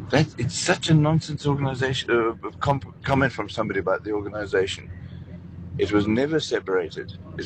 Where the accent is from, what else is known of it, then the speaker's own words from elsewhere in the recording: Johannesburg, Gauteng, South Africa; now in Somerset West, South Africa; I'm 70 now. When I was growing up in Scouts, we are in Johannesburg, in the height of apartheid